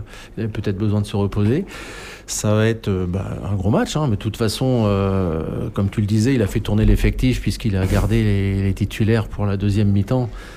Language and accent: French; Saint-Étienne, Auvergne-Rhône-Alpes, France; tu sais que j'aime bien le vert en tant que Stéphanois, le vert aussi, non, par rapport à Lyon.